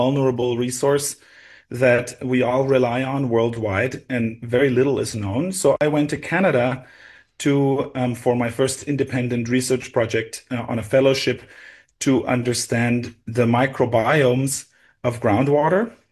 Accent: Germany; born or raised there

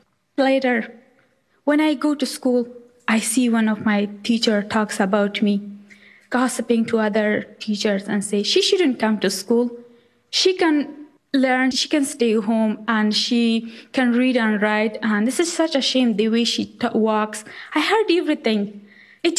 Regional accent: Afghanistan; English is a second language; now in United States; I grew up in Afghanistan, and I came to United States in 2013 with full scholarship

